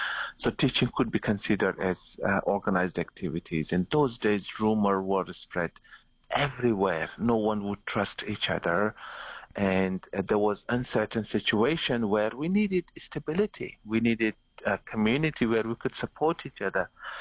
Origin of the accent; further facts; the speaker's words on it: Afghanistan; moved away as an adult; also born or lived in Indonesia; I'm from Afghanistan, from Hazara minority ethnic group.